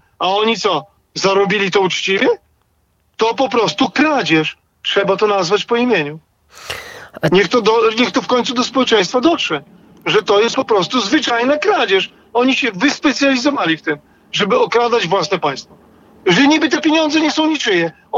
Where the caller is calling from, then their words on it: Białystok, Podlaskie Voivodeship, Poland; Dzwonię z Białegostoku